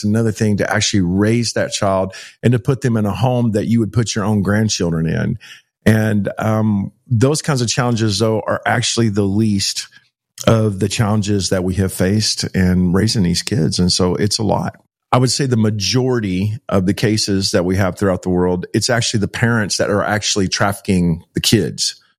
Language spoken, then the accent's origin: English; Joshua, Texas, United States; Yeah, so I grew up about 10 miles from you in Keene. I grew up in Joshua, Texas, and that's also where our food bank is.